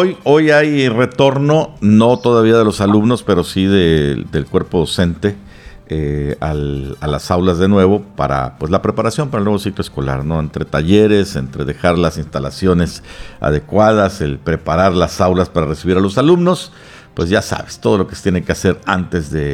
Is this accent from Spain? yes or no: no; Mexico; como somos mexicanos, dejamos las cosas al final a veces.